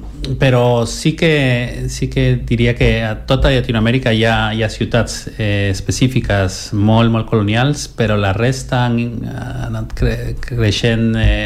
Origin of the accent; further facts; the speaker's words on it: Guatemala City, Guatemala Department, Guatemala; Catalan is a second language; moved away as an adult; now in Barcelona, Spain; vaig néixer a Guatemala a l'any 77 i vaig viure allà fins als 18 anys i tinc tota la meva família allà